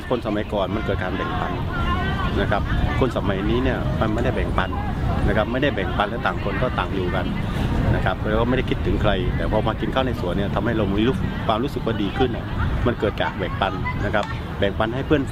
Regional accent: Southern Thailand, Thailand; now in Bangkok, Thailand; ผมจริงๆแล้วเป็นคนใต้ครับนะครับผมอยู่จังหวัด ตังนะครับแล้วก็มาอยู่กรุงเทพจริงๆก็กับตั้งแต่ปี38

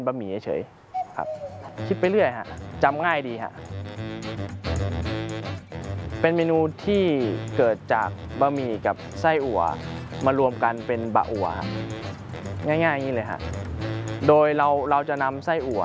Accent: Chiang Mai, Thailand; โดยกำเนิดผมเป็นคนภาคเหนือแล้วนะครับเป็นคนเชียงใหม่แล้วพ่อแม่ก็ให้กินอาหารเหนือตลอดโดยตั้งแต่เด็กก็กินอาหารเหนือ

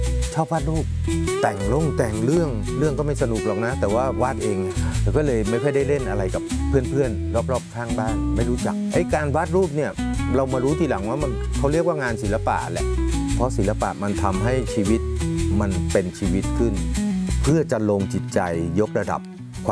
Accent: Bangkok, Thailand; born there; จริงๆอายุก็ตอนนี้นะครับจริงๆแล้วก็64แล้วเกิดในกรุงเทพมหานครแต่คุณพ่อคุณแม่เป็นชาวสมุทรสงครามอัมพวา

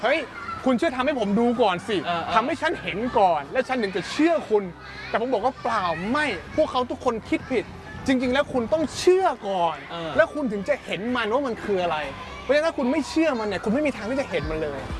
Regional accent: Ko Samui, Surat Thani, Thailand; ผมเองตอนนั้นก็แค่22 23เวลาที่ผมเริ่มตอนนั้นนะแล้วผมเป็นคนชาวสมุยผมต้องเล่าให้พี่ฟังนะผมเป็นชาวสมุยทีนี้สมุยเนี่ยมันเป็นเมืองท่องเที่ยวมันไม่ใช่เมืองของ IT

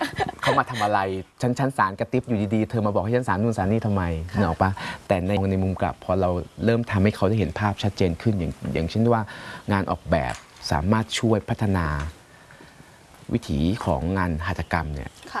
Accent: Chiang Mai, Thailand; เอาภายในจังหวัดเชียงใหม่คือเป็นจังหวัดบ้านเกิดของเราเอง

